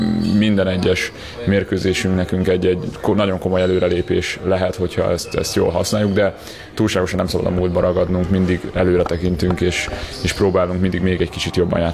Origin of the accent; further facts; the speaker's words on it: Hungary; Együtt dolgozunk, egy a célunk, magyarok vagyunk, és ez az identitásunk sokkal erősebb, mint az, hogy köztünk bármi ellentét legyen.